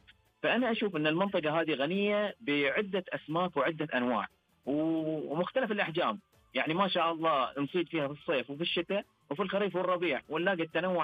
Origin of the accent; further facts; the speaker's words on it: Qatif, Eastern Province, Saudi Arabia; وما شاء الله مو بس عندنا إحنا في القطيف، حد عندنا في الشمال في الجنوب